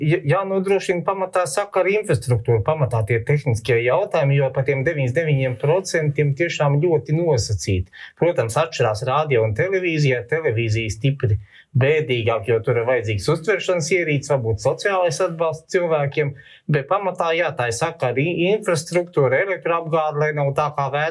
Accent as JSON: {"language": "Latvian", "region": "Riga", "country": "Latvia", "tie": "born there", "moved": "yes", "lives_now": "Selonia, Latvia", "said": "dzīves Rīgā, bet dzīvoju Sēlijā uz Latgales robežu viesītes pusē."}